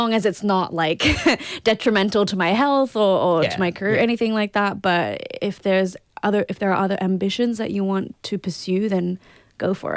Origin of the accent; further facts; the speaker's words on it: Gold Coast, Queensland, Australia; So I grew up on the Gold Coast, and when we were coming back to Australia